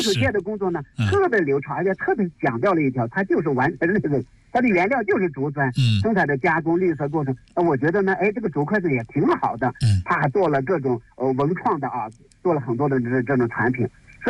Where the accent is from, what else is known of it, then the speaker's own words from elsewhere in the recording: China; 那都是对过去几千年我们中国人一点一滴各个地方观察物候